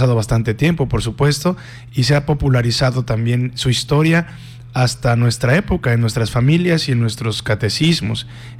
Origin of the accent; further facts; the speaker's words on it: Mexico; Nosotros como mexicanos veneramos a la Guadalupana